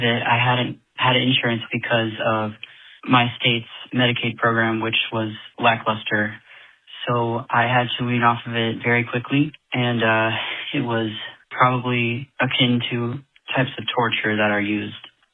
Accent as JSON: {"language": "English", "region": "Florida", "country": "United States", "said": "I'm from the Panhandle in Florida."}